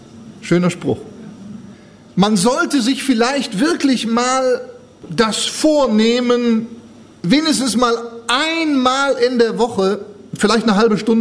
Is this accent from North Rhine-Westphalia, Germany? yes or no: yes; Cologne, North Rhine-Westphalia, Germany; Anlass war die über Pfingsten in Köln, meine Heimat, stattfindende Tagung